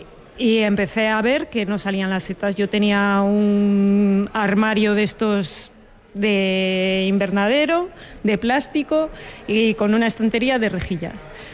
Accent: Valladolid, Castile and León, Spain; now in Becerril del Carpio, Spain; de Cofungi y cultivo setas ecológicas de manera sostenible. Vivo actualmente en Becerril del Carpio, aunque soy una chica de ciudad de Valladolid

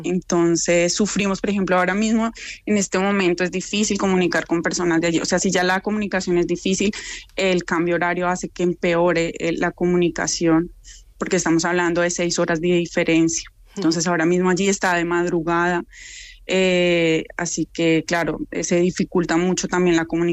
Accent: Bogotá, Colombia; now in Madrid, Spain; soy de Bogotá

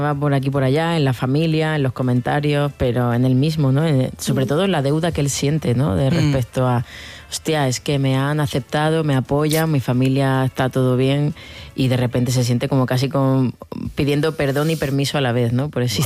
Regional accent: Morocco; Soy hispano-marroquín y marroquín. Soy hispano-marroquín, transcultural

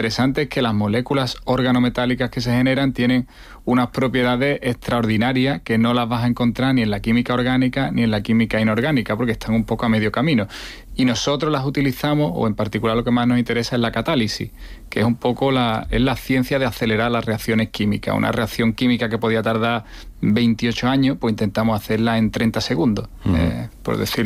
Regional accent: Seville, Andalusia, Spain; moved away as an adult; Yo vine a Sevilla porque soy de Sevilla y hice mi tesis, de hecho, en ese mismo sitio

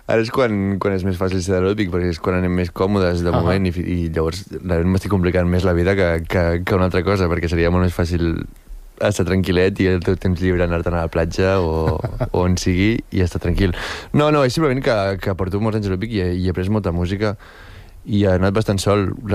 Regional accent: Espolla, Catalonia, Spain; Jo soc d'Espolla, sí.

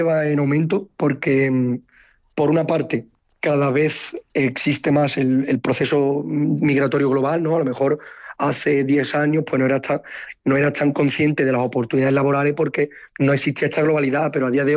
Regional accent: Cádiz, Andalusia, Spain; moved away as an adult; aunque soy realmente de Cádiz, hago mis estudios en Sevilla, y yo decido emigrar. Yo voy a Montpellier, después he estado en París

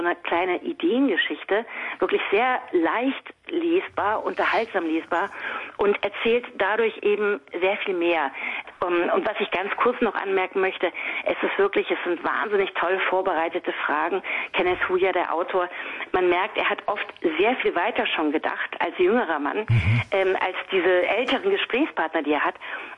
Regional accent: Frankfurt, Hesse, Germany; Also meinen Blick auf Frankfurt, ich bin dort selber in der Gegend aufgewachsen, habe dort studiert

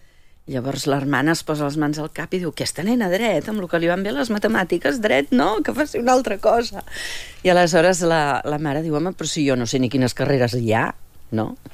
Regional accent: Figueres, Catalonia, Spain; jo sóc de províncies, vinc de Figueres.

